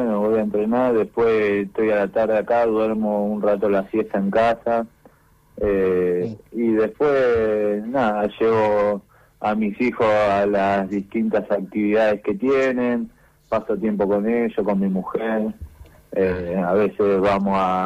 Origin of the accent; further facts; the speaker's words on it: Berazategui, Buenos Aires Province, Argentina; born there; now in San Isidro, Argentina; Sí, yo nací ahí, pero ahora estoy erradicado en San Isidro, en zona norte.